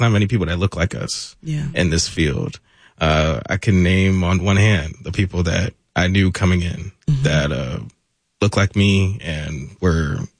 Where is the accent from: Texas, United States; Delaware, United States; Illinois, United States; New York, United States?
Delaware, United States; Felton; moved away as an adult; now in Atlanta, United States; I come from Delaware.